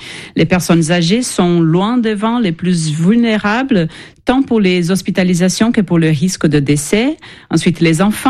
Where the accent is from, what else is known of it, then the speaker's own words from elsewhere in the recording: Brazil; now in France; Ça fait 20 ans que je suis en France et je réalise à quel point on ne parle pas du tout de vagues de chaleur au Brésil.